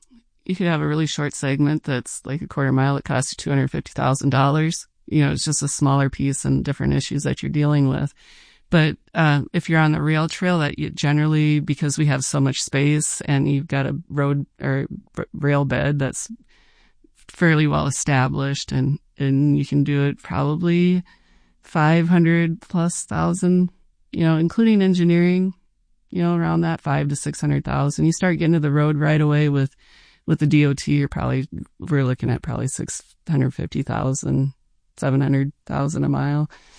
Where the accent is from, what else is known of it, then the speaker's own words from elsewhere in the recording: Minnesota, United States; a lot of people from Minnesota, I'm from Minnesota originally